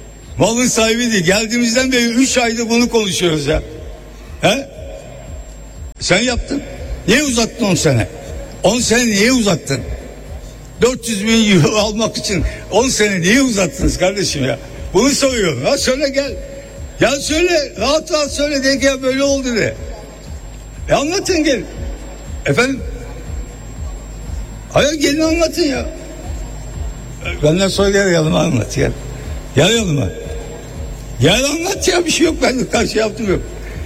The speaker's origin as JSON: {"language": "Turkish", "town": "Ergani", "region": "Diyarbakır Province", "country": "Turkey", "tie": "born there", "said": "Ben Diyarbakır ve Ergana kasasında doğdum"}